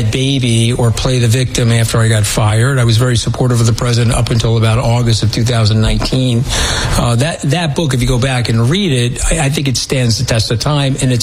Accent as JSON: {"language": "English", "region": "New York", "country": "United States", "said": "And I said to him, you know, we're two New Yorkers. You're from Queens. I'm from Nassau County."}